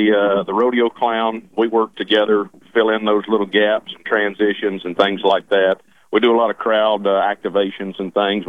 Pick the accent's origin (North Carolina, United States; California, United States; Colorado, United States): North Carolina, United States; now in Belmont, United States; getting to be in my home state, I've got to travel a lot of places and work a lot of cool rodeos, but those North Carolina rodeo fans